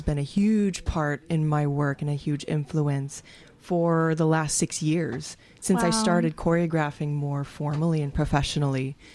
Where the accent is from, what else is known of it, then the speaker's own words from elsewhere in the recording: Door County, Wisconsin, United States; now in Milwaukee, United States; I am born and raised in Door County, but I've been living in Milwaukee and studying across the United States and traveling the world.